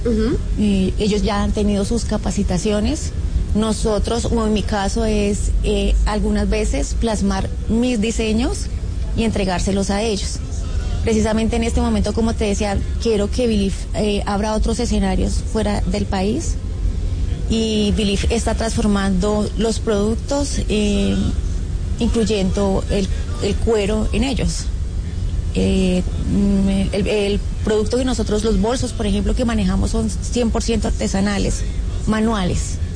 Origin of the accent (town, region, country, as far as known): Colombia